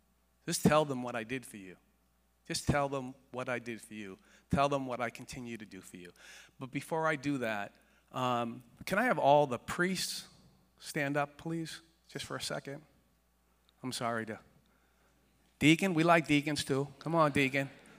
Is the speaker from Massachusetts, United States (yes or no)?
yes; Boston, Massachusetts, United States; I'm one of nine children. I'm the middle of nine children. I'm sure that means something. And we're from Boston, Massachusetts.